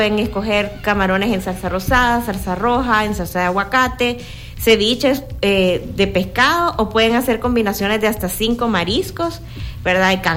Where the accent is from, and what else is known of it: El Salvador